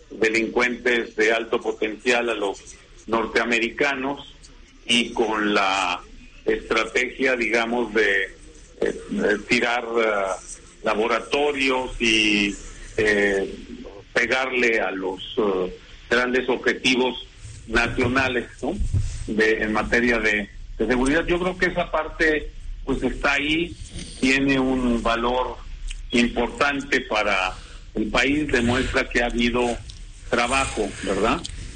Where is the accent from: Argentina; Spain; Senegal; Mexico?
Mexico; Zacatecas; pues tú ves lo que pasó allá en mi tierra, Zacatecas, ¿verdad?